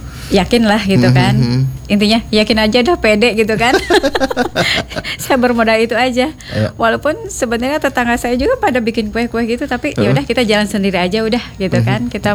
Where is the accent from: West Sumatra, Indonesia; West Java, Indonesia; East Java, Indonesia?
West Java, Indonesia; Tasikmalaya; now in Bogor, Indonesia; Luar Bogor pernah, saya kampung halaman tetap, saya kan dari Tasikmalaya ya, saya pendatang kebetulan waktu itu.